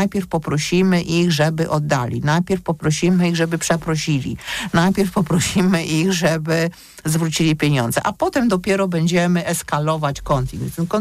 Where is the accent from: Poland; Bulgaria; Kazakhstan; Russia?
Poland; Gdańsk, Pomeranian Voivodeship; nie dlatego, że jestem z Gdańska